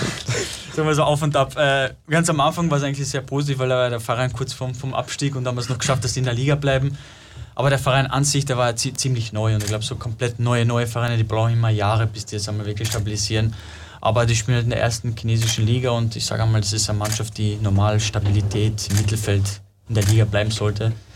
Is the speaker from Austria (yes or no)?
no; Kosovo; moved away; also ich spreche jetzt, sagen wir so fließend Albanisch, komme aus dem Kosovo, ja. Deutsch und Englisch. Das ist einmal fließend.